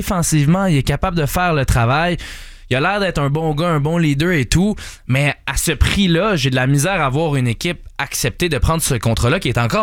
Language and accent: French; Victoriaville, Quebec, Canada; j'ai grandi à Victoriaville